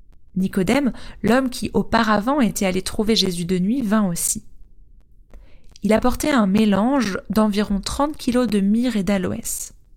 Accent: Grand Est, France; Moi, je viens de Lorraine, mais de cette partie qui n'a jamais été allemande.

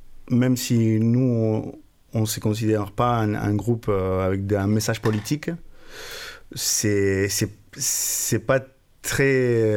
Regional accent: Argentina; French is a second language; moved away as an adult; now in France; je suis argentin, je suis en France depuis presque 20 ans.

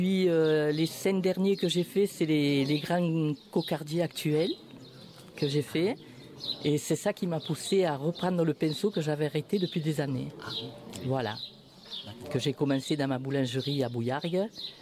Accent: Vauvert, Occitanie, France; Oui, je suis de Vauvert. Je suis né à Vauvert.

